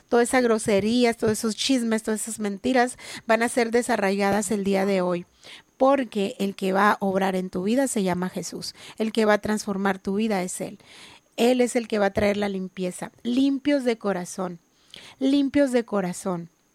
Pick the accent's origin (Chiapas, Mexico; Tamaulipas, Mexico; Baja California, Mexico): Baja California, Mexico; Mexicali; born there; Yo nací aquí en Mexicali y he vivido experiencias muy hermosas en esta ciudad.